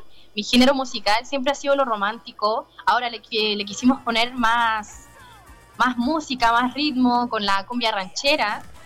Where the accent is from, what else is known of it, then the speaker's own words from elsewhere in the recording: El Quisco, Valparaíso, Chile; Yo soy de aquí, de la comuna del Quisco. Bueno, Valparaíso regionalmente, pero aquí me encuentro en el Quisco